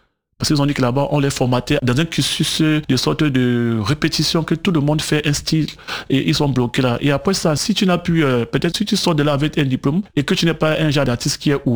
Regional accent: Port-Gentil, Ogooué-Maritime, Gabon; born there; Comme vous avez dit au début, je suis né à Port-Gentil, mais de parents camerounais.

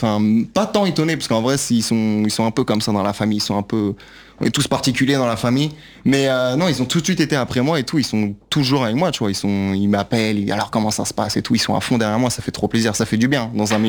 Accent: Brittany, France; Non, moi je suis breton, moi, à la base.

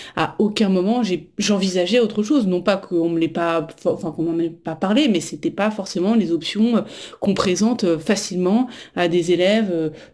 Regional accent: Paris, Île-de-France, France; born there; Oui, alors je suis née en 1990, à Paris.

